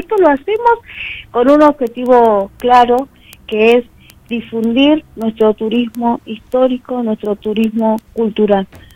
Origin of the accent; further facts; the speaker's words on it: Santa Cruz, Argentina; nos atraviesa a todos los santacruceños